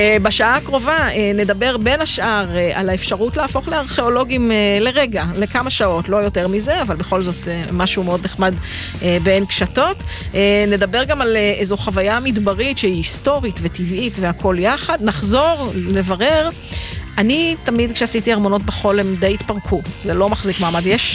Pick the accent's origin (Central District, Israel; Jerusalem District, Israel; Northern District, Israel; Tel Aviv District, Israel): Northern District, Israel; כבת עמק, אני מעמק ישראל במקור, הדבר הזה שאת גרה גם בקו האחרון של הבתים לפני החורש.